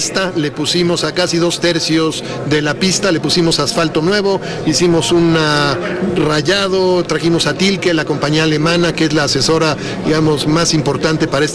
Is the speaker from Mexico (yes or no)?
yes; Mexico; Yo creo que hay una conversación que deberíamos de tener nosotros como mexicanos para seguir trayendo otras categorías.